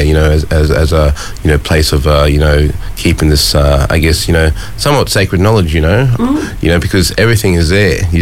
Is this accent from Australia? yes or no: yes; Mount Isa, Queensland, Australia; Mum would play to me like classical music, you know, growing up in Mount Isa.